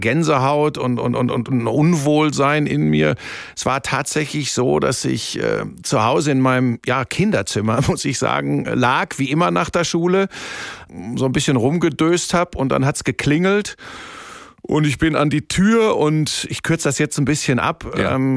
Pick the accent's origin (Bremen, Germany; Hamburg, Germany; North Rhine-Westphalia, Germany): North Rhine-Westphalia, Germany; Hagen; moved away as an adult; also born or lived in Bottrop / Cologne; now in Munich, Germany; Ja, ich bin geboren in Bottrop. Das ist wirklich, das ist ja Inbegriff des Ruhrgebiets. Bin dann aufgewachsen in Hagen. Das ist so Tor zum Sauerland, ja. Ruhrgebiet. Und dann habe ich im Rheinland studiert, in Köln an der Sporthochschule und bin 1993 dann nach München gegangen